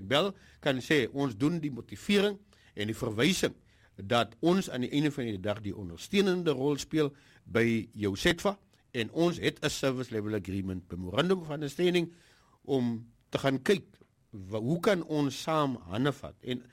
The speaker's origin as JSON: {"language": "Afrikaans", "town": "George", "region": "Western Cape", "country": "South Africa", "said": "ek is selfs van George. En my ouers is in George."}